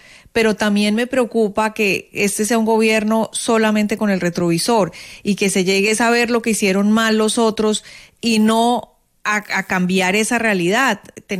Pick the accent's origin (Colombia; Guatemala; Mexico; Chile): Colombia; hay una preocupación que me asalta a mí como colombiana.